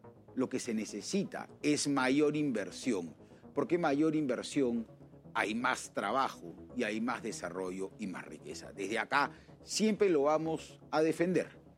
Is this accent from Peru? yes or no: yes; Peru; Los peruanos somos chamba y somos trabajadores.